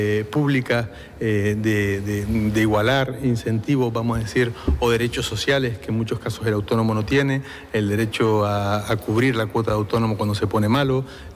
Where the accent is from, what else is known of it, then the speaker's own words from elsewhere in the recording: Canary Islands, Spain; yo creo que es un orgullo, primero como canario y que se reconozca a Canarias